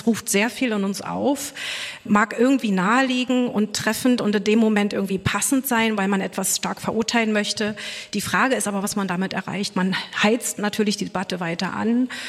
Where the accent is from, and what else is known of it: East Germany, Germany; born or raised there